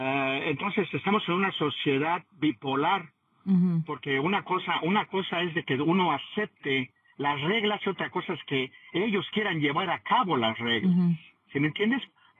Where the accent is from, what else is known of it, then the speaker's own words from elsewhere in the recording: Mexico; La mayoría de nosotros en México, de nuestra generación